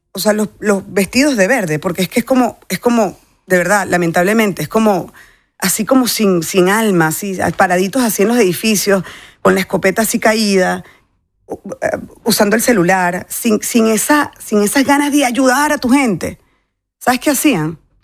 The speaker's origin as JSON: {"language": "Spanish", "country": "Venezuela", "said": "O sea, yo soy venezolana, yo me siento orgullosa de cómo el venezolano hoy está ayudando en centros de acopio"}